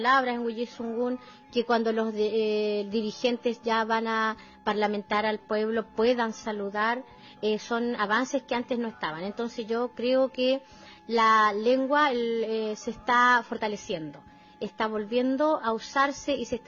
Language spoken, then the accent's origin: Spanish; Chiloé, Los Lagos, Chile; desde que crecimos nosotros en el Fondo Coihuín con el lonco José Santos Lincomán, quien fue el primer educador tradicional, o el lonco que nos enseñó nuestras primeras palabras en Huilliche-Dungún.